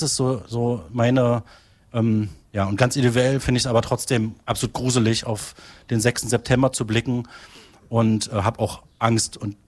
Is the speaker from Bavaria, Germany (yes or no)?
no; Halberstadt, Saxony-Anhalt, Germany; Halberstadt ist meine Heimat, ich bin hier aufgewachsen, ich kenne hier fast jeden Winkel